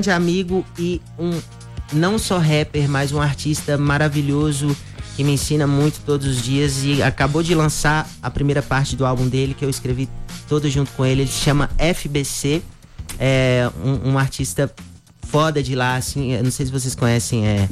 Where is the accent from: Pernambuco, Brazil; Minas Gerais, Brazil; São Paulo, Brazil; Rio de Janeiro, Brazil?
Minas Gerais, Brazil; Belo Horizonte